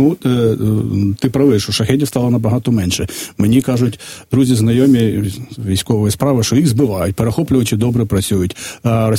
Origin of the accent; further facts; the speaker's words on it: Vinnytsia, Vinnytsia Oblast, Ukraine; moved away; Умовно, я ж родом з Вінниці, в мене там є, я вже давно не живу, там є якісь знайомі, друзі